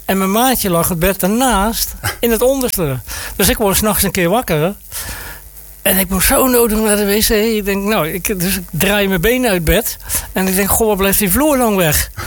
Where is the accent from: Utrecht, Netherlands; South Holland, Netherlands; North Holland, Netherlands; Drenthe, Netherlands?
South Holland, Netherlands; Rotterdam; moved away as an adult; now in Capelle aan den IJssel, Netherlands; Ik ben geboren Rotterdammer. Rotterdam West ben ik geboren.